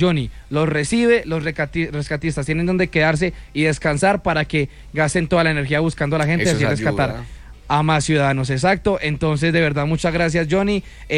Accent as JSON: {"language": "Spanish", "town": "Cartago", "region": "Valle del Cauca", "country": "Colombia", "said": "yo que soy de Cartago también estoy muy pendiente de los míos"}